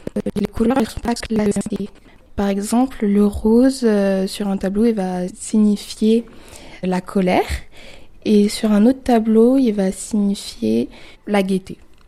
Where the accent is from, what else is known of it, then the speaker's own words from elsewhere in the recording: Montpellier, Occitanie, France; je suis née à Montpellier et j'ai vécu toute ma vie à Montpellier.